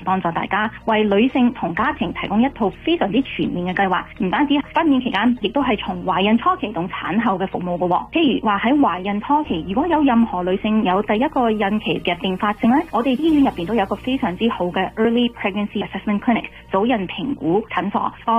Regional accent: Toronto, Ontario, Canada; also born or lived in Hong Kong; 虽然我在香港出世，但是我在大多伦多市区长大的

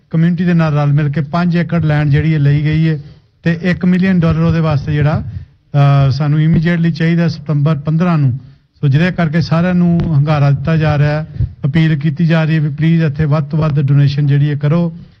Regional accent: Amritsar, Punjab, India; ਆਪਾਂ ਅੰਮ੍ਰਿਤਸਰ ਦੇ ਜਿਹਨੂੰ ਕਹਿੰਦੇ ਨੇ ਜੰਮੇ ਪਲੇ ਸਾਰਾ ਇਹੀ ਕੰਮ ਜਗਾਰੇ ਲਾਉਂਦੇ ਜੰਮੇ

